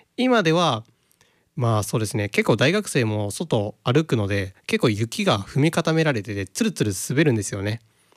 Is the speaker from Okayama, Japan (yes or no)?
yes; Okayama, Japan; moved away as an adult; now in Ishikawa, Japan; 私の地元岡山県